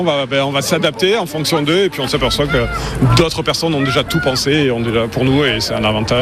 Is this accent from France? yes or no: yes; Toulouse, Occitanie, France; je viens de Toulouse.